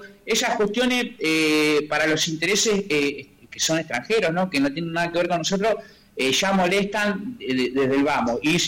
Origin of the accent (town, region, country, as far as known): Argentina